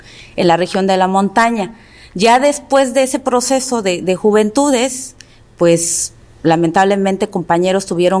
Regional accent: Guerrero, Mexico; first language Mixtec (Tu'un Savi); Spanish is a second language; en mi lengua materna, ¿no? El tumsabi

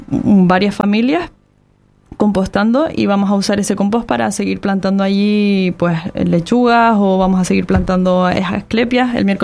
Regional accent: Canary Islands, Spain; somos los canarios los que tenemos que compensar esa huella de carbono

